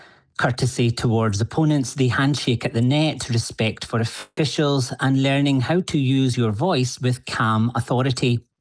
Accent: Glasgow, Scotland, United Kingdom; Growing up on the Toonhead Council estate in Glasgow

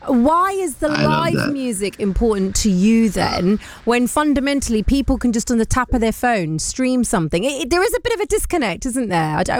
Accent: London, United Kingdom; I'm from West London.

